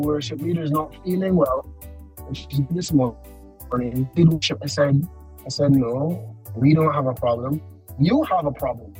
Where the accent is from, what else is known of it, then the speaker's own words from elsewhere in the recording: Barbados; I'm a 36-year-old Barbadian man.